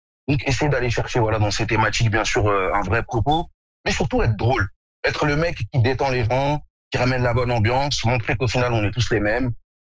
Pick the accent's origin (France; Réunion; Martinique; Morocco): Morocco; Dès que je leur dis que je suis Marocain, ils me regardent deux secondes